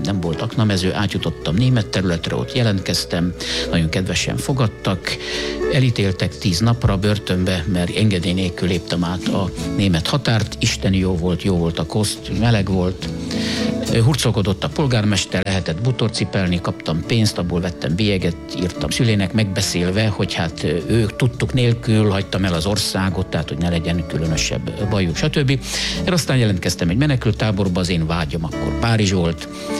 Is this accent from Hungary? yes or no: yes; Hungary; moved away as an adult; 1949. szeptemberében gyalogoltam el ebből az országból.